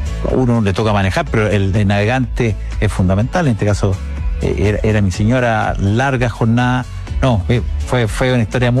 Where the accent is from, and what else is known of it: Coquimbo, Chile; born or raised there